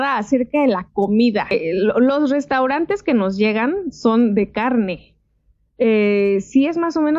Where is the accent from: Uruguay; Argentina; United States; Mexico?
Mexico; Oye, y yo que soy mexicana, como siempre con tortilla.